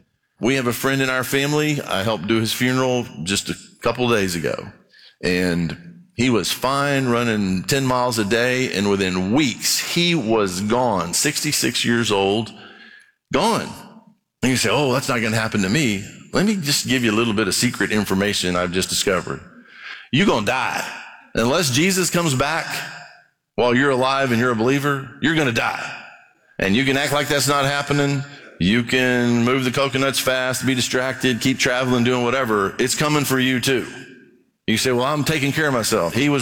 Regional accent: Brazil; I grew up in Brazil, mission fie

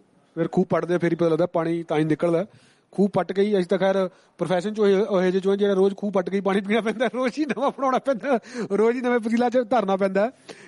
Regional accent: Punjab, India; ਜਦੋਂ ਮੈਂ ਛੋਟਾ ਹੁੰਦਾ ਸੀ ਨਾ ਤੇ ਸਾਡੇ ਇਲਾਕੇ 'ਚ ਇੱਕ ਸ਼ਹਿਰ ਪੈਂਦਾ ਛੋਟਾ ਜਿਹਾ ਖੰਨਾ ਟਾਊਨ ਹੈ, ਜਿਹੜੇ ਮੇਰੇ ਇਲਾਕੇ ਦੇ ਨੇ ਉਹਨਾਂ ਨੂੰ ਪਤਾ ਹੋਊਗਾ

